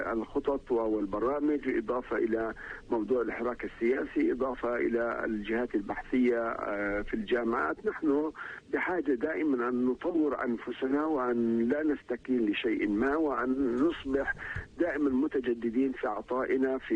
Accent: Palestine; لنا كفلسطينيين

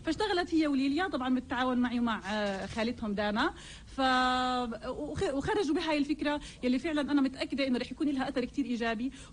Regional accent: Hebron, West Bank, Palestine; ومع الوقت صرت أتعرف إيش في مراكز عندنا في الخليل وهيك.

